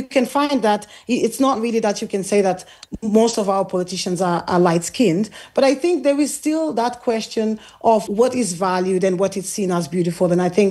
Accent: Santiago, Cape Verde; I'm from Santiago Island, and so that's the island where you have the most mix. It's where the majority of the population lives.

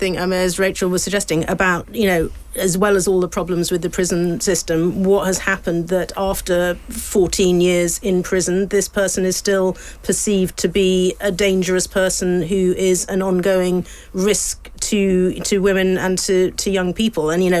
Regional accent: United Kingdom; I wasn't born in Britain. I am British.

